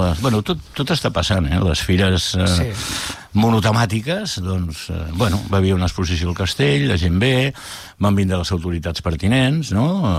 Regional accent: El Papiol, Catalonia, Spain; el Papiol no cobro, evidentment no... És el meu poble i col·laboro.

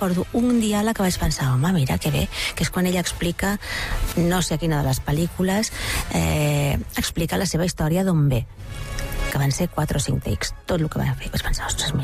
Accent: Catalonia, Spain; jo penso en català, jo soc catalana

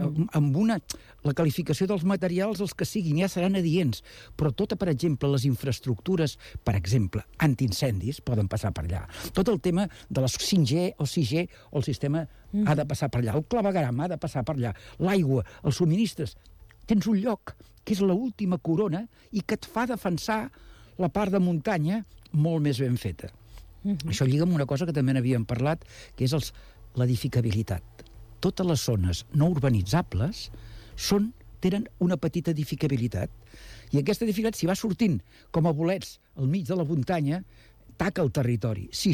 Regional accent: Badalona, Catalonia, Spain; com a badaloní nosaltres podem fer la proposta nostra

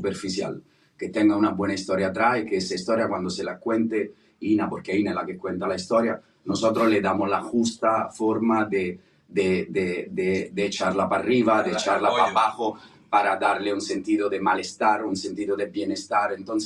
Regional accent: Ascoli Piceno, Marche, Italy; Spanish is a second language; Ascoli Piceno, entre Roma y Bologna, la parte del Adriático.

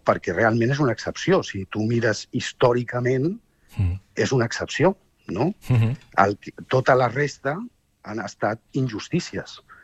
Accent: Ripoll, Catalonia, Spain; els que som de, no? Pues de Ripoll o del Ripollès o els que som catalans, no? O sigui, al final, i més jo que sóc d'origen àrab

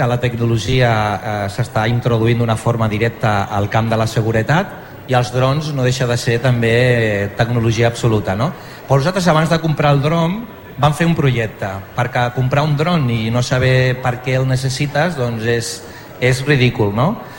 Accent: Sant Boi de Llobregat, Catalonia, Spain; Si és que jo he crescut a Sant Boi, a la ciutat de Sant Boi, he estudiat a Sant Boi, he treballat a Sant Boi, Sant Boi m'ha donat el millor de la meva vida.

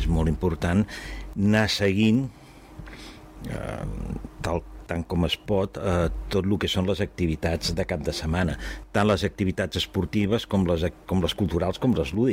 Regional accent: Badalona, Catalonia, Spain; jo sóc de Badalona.

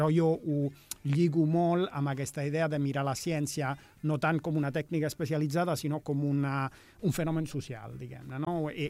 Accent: Rome, Lazio, Italy; moved away as an adult; now in Barcelona, Spain; vaig néixer a Roma i m'he format allí, m'he educat allà, m'he llicenciat en física a Roma i vaig venir a fer el doctorat a Barcelona justament l'any 2003

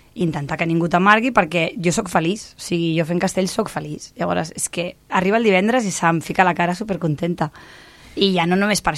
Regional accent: Ripollet, Catalonia, Spain; born there; moved away; Jo vivia a Ripollet i jo havia sigut castellera al meu poble

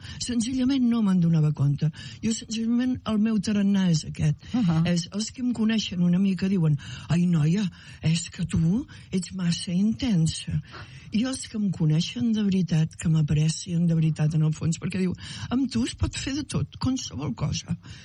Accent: Calella, Catalonia, Spain; Mira, vaig néixer a Calella, vaig estudiar a Calella, em vaig enamorar a Calella. Vaig ser filla de dos artistes de Calella.

